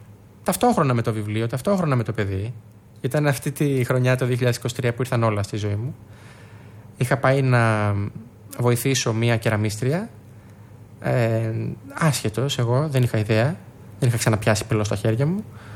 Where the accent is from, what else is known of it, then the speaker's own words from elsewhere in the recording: Andros, South Aegean, Greece; το νησί μου, από την Άνδρο